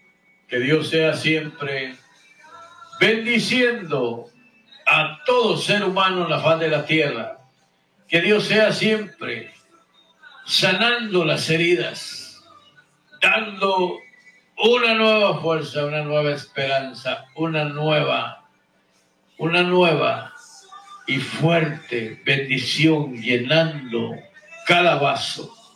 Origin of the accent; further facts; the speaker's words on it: Guatemala; now in Houston, United States; desde aquí de Houston, Texas, hasta Guatemala, mi tierra natal. … nacido en Guatemala, viviendo aquí en Houston, Texas